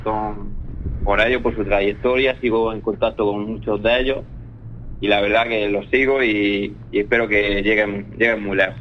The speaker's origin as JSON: {"language": "Spanish", "town": "Almería", "region": "Andalusia", "country": "Spain"}